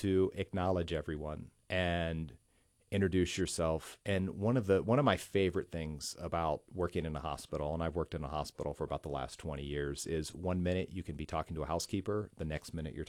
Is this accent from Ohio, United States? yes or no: no; Indiana, United States; It reminds me of where I grew up in Indiana.